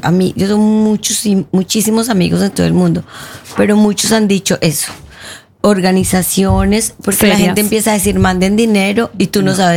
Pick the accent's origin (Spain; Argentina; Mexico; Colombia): Colombia; Yo nunca había estado. Yo soy colombiana, nunca había estado.